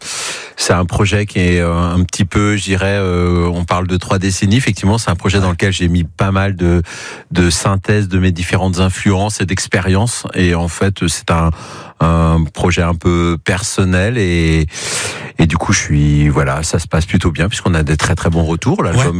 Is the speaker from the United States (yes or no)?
no; Ploërmel, Brittany, France; now in Rennes, France; Oui, natif du Morbihan, ouais. J'ai démarré, je suis né à Pluermel, dans le Morbihan.